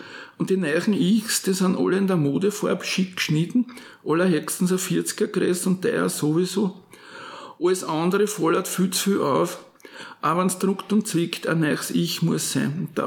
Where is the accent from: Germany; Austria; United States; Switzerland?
Austria; Burgenland; Und ich bin im Burgenland aufgewachsen, also ich habe damals einen ganz anderen Dialekt geredet als heute, ja?